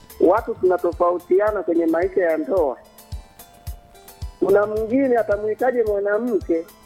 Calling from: Migori, Migori County, Kenya; nipo Mtela Migori.

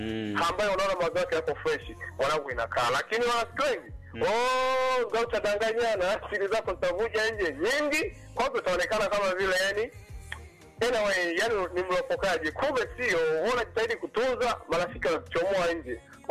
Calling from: Busega District, Simiyu, Tanzania; napiga simu hii kutoka pande za Nasa Nyanganga barabara ya sokoni wilaya Buseka kata ya Nyashimo

